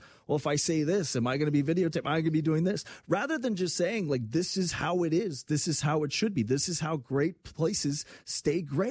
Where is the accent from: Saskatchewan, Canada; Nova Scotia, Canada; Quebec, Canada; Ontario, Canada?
Quebec, Canada; Montreal; being a Montreal kid who grew up as a Anglophone, a Protestant in the Montreal Jewish community, I went to a school that was predominantly Jewish